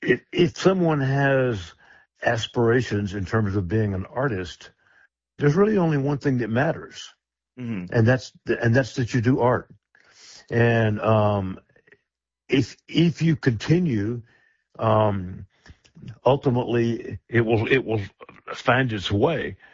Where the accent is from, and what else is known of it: Southern United States, United States; born or raised there